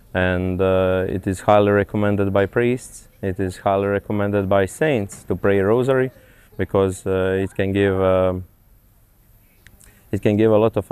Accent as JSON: {"language": "English", "country": "Croatia", "said": "I'm from Croatia."}